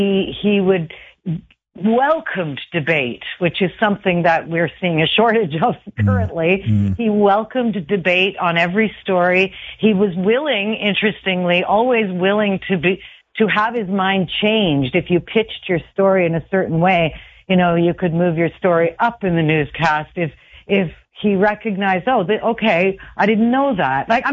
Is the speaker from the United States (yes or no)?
no; Kitchener, Ontario, Canada; born or raised there